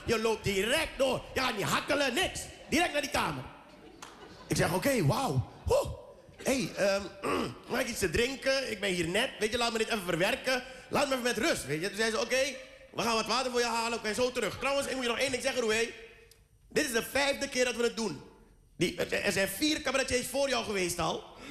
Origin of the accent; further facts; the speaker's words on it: Amsterdam, North Holland, Netherlands; Ik kom uit Amsterdam-West. Alles in Wassenaar is voor mij een kasteel.